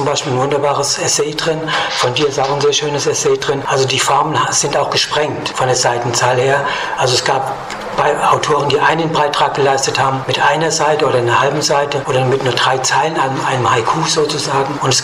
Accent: Bingen am Rhein, Rhineland-Palatinate, Germany; ich bin am Rhein ursprünglich. Aus Bingen am Rhein und bin dann in verschiedenen Stationen Deutschlands und Südamerikas gewesen, auch Israel, Indien und so weiter und so fort.

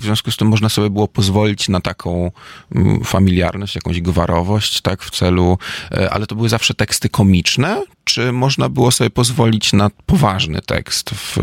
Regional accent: Gdańsk, Pomeranian Voivodeship, Poland; Ja wychowałem się w Oliwie, tam gdzie katedra

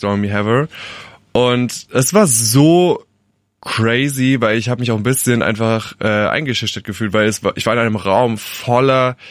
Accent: Rhineland-Palatinate, Germany; Nähe Alzey.

